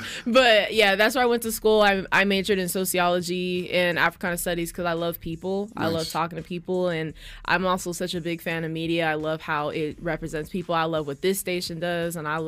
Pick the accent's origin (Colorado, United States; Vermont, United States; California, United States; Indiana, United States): Colorado, United States; Denver; Also, I am from Denver, Colorado. I'm specifically from Green Valley Ranch. I'm a suburban girly.